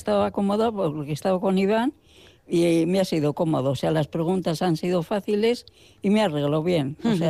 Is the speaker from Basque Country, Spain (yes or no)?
yes; Barakaldo, Basque Country, Spain; yo soy de Baracaldo